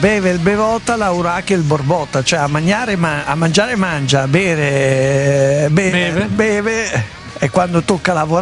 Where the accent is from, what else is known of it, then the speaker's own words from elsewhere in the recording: Lombardy, Italy; siamo lombardi